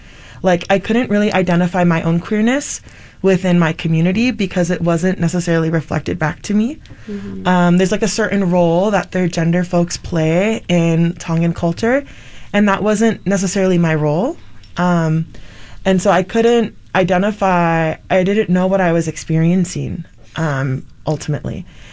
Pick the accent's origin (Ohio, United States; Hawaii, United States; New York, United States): Hawaii, United States; No, yeah, I didn't grow up in Utah. I was born and raised in Hawaii, and I grew up LDS